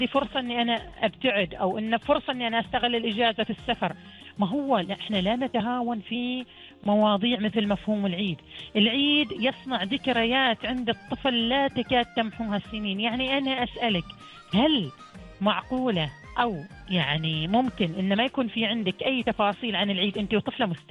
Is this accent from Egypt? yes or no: no; Oman; ولكن على الأغلب إحنا كمجتمع عماني العائلة، القبيلة، المجتمع حولنا، الحارة، المنطقة